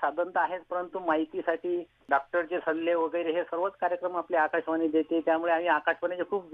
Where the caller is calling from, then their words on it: Vadoda, Maharashtra, India; वडोदा पानाचे, जिल्हा जळगाव येथून संवाद साधत आहे.